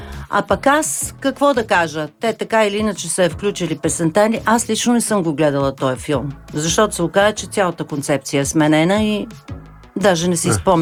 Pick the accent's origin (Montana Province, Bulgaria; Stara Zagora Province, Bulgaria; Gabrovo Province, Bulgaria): Montana Province, Bulgaria; Montana; Аз съм от Монтана, от Северозапада.